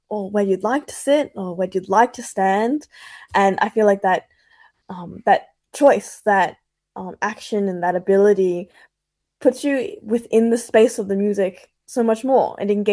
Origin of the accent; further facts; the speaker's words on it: Melbourne, Victoria, Australia; I am from the West, which is where St. Albans is.